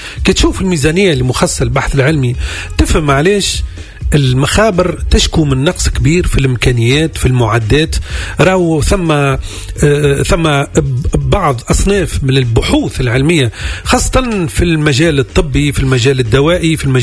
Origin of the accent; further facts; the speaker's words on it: Tunisia; عندنا في تونس